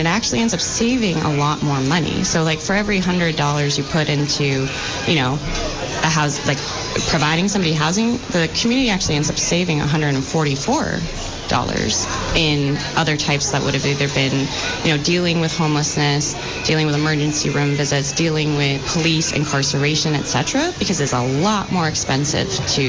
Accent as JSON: {"language": "English", "region": "Vermont", "country": "United States", "tie": "born or raised there", "said": "growing up in Vermont"}